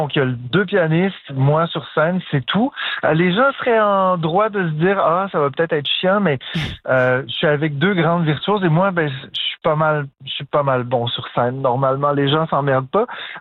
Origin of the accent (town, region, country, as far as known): Ottawa, Ontario, Canada; born or raised there